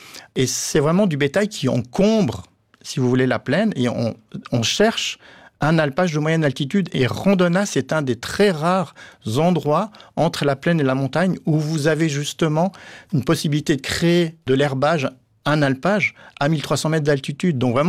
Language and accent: French; Valais, Switzerland; Moi-même, je suis valaisan